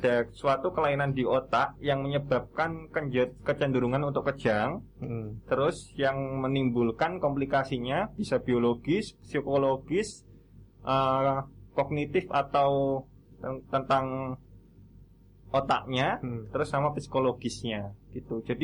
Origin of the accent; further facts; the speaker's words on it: Boyolali, Central Java, Indonesia; now in Yogyakarta, Indonesia; Boyolali, Mas.